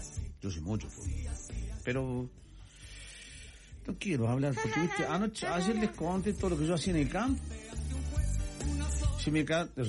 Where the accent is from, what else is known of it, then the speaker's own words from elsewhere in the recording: Bell Ville, Córdoba, Argentina; born there; No tiene idea lo que sabe de fútbol Mario Zanoni. No tiene idea. Como los tres nacimos en Belleville.